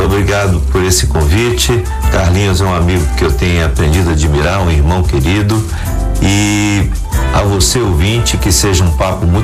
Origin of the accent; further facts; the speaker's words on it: Teófilo Otoni, Minas Gerais, Brazil; Eu sou do nordeste de Minas. Eu sou natural de Teófilo Otoni.